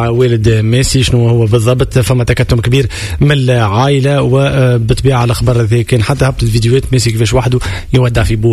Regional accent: Tunisia; وعندنا في تونس خلينا نقولوها احنا

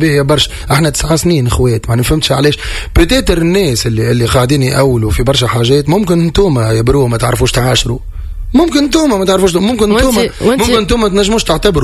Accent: Tunisia; هذه بلادي تونس

